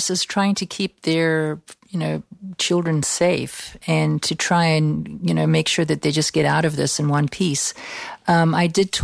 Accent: United States; I'm an American.

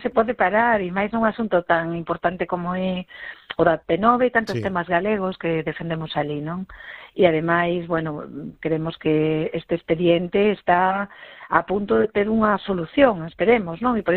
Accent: Vigo, Galicia, Spain; pois como eurodiputada galega de Vigo, ademais, de Vigo

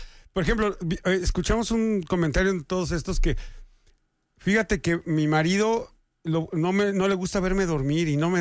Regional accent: Mexico; Oye, nosotros somos mexicanos. Somos mexicanos y no guatemaltecos, somos diferentes.

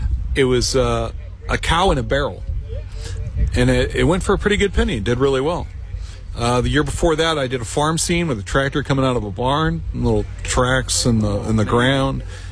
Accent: St. Joseph, Missouri, United States; also born or lived in Dearborn, Missouri / Maryville, Missouri; I'm from a little town called Dearborn, Missouri. But I am from Kansas City area. Grew up in St. Joe and went to college in Maryville.

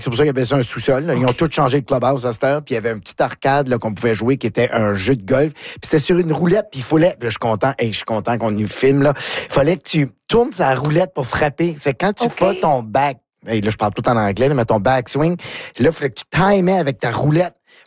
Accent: McLeod, New Brunswick, Canada; born or raised there

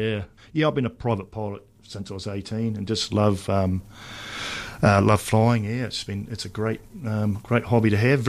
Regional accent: Whangarei, Northland, New Zealand; I was born and raised up in Whangarei

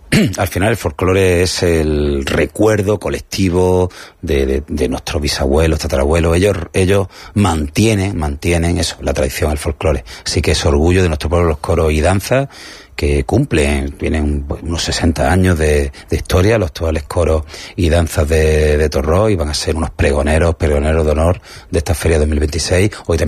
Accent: Andalusia, Spain

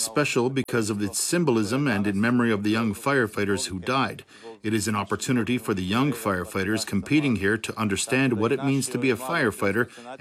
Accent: Istria County, Croatia; We're from Istra, and we come here every year.

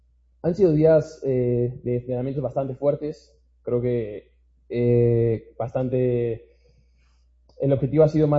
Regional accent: Mexico

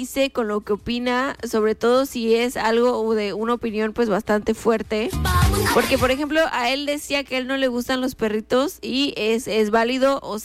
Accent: Mexico; Porque somos más mexicanos que el nopal, claro que por supuesto que sí.

